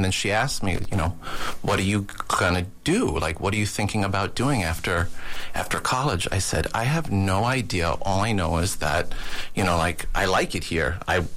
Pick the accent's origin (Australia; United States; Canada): United States; New York City, New York; I grew up in Jamaica, Queens.